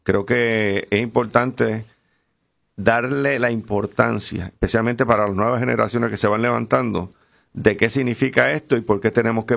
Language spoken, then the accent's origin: Spanish; Puerto Rico; en nuestra identidad como puertorriqueño y como ciudadano de los Estados Unidos